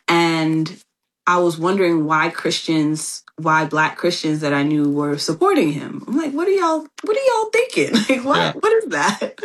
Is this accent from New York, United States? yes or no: yes; New York City, New York, United States; I am from the Bronx, New York, still living here.